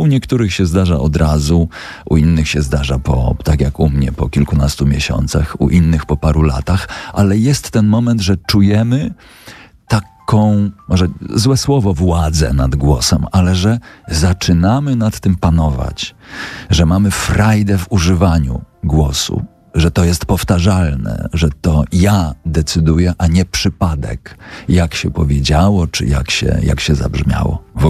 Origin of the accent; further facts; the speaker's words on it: Tyczyn, Subcarpathian Voivodeship, Poland